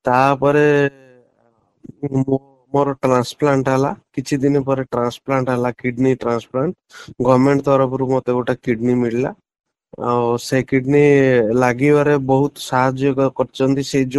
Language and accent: Odia; Jalasarpur, Odisha, India; ମୋର ବୟସ ହେଲା 35 ବର୍ଷ, ମୋ ଗାଁ ନାଁ ହେଲା ଜଳସରପୁର ସୁଲଣ ପୋଷ୍ଟ ନନ୍ଦିପଦା ଥାନା ଡିଷ୍ଟ୍ରିକ୍ଟ କେଉଁଝର।